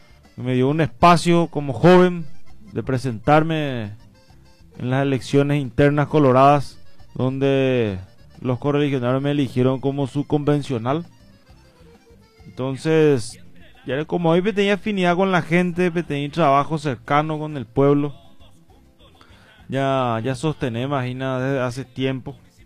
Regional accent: Caazapá, Paraguay; nuestra ciudad de Caazapá

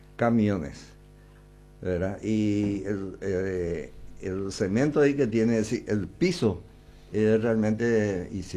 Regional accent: Coronel Oviedo, Caaguazú, Paraguay; Los dos somos ovetenses.

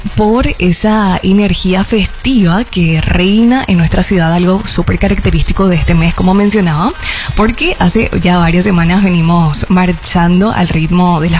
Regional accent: Paraguay; se le suma otra que nos atraviesa ya a todos como paraguayos

